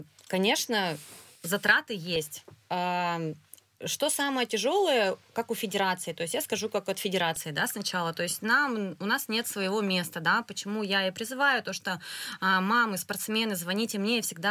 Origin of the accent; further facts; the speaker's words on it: Chelyabinsk, Chelyabinsk Oblast, Russia; now in Yekaterinburg, Russia; я сама родом с Челябинска